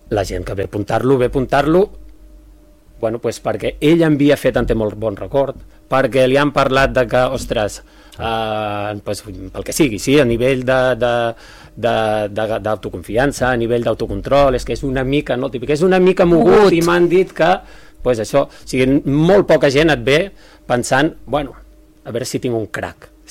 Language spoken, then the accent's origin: Catalan; Santpedor, Catalonia, Spain; moved away; jo soc de Santpedor, ara fa molts que visc aquí